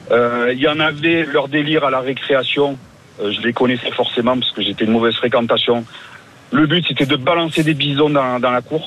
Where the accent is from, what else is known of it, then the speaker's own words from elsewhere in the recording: Aubagne, Provence-Alpes-Côte d'Azur, France; Alors moi, je suis né, j'ai grandi à Aubagne. Je suis allé dans ce collège.